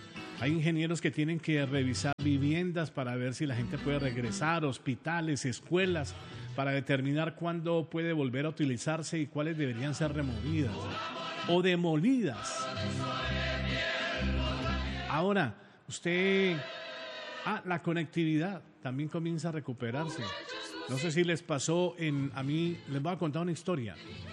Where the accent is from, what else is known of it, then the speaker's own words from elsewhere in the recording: Pereira, Risaralda, Colombia; Hablo ahora de mi tierra, que tanto me duele, de Pereira.